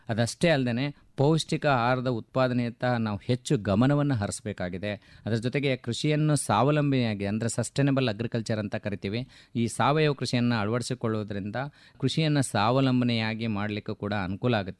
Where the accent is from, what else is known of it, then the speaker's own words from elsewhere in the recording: Karnataka, India; ನಮ್ಮ ಜಿಲ್ಲೆಯಲ್ಲಿ ಅಂದರೆ ನಮ್ಮ ರಾಜ್ಯದಲ್ಲಿ